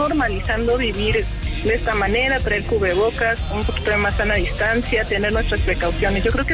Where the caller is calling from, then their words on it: Mexico City, Mexico; soy de la Ciudad de México, en la Gustavo Madero.